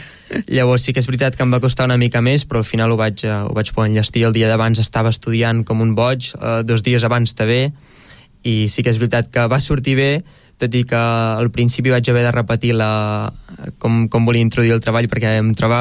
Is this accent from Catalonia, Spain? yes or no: yes; Anglès, Catalonia, Spain; also born or lived in Calella / Tordera; doncs van venir aquí a Tordera, però entre una cosa i una altra els pares es van separar, i doncs vaig anar cap a anglès. Això quan ja era petit tenia uns dos anyets o així.